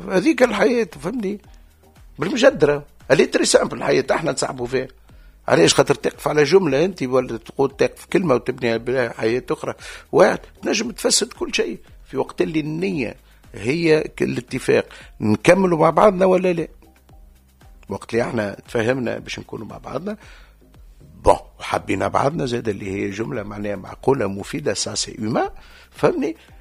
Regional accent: Tunisia; انا تونسي في عائله كبيره، العائله الكبيره بتاعي سي تونس.

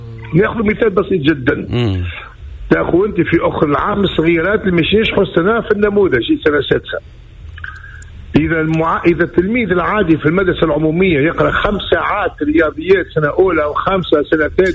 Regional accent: Tunisia; احنا عندنا في تونس

